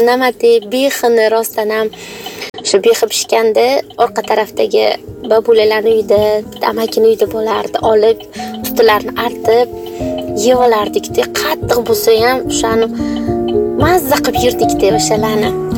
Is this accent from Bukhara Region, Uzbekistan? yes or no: yes; Bukhara, Bukhara Region, Uzbekistan; Maktabga kelishga qishloq maktabiga o'qiganman, Buxorodanman.